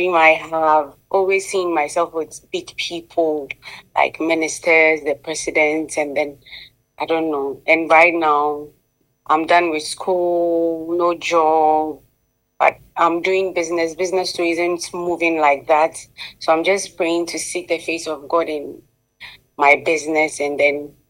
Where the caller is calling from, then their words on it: Tamale, Northern Region, Ghana; I'm calling from Tamale.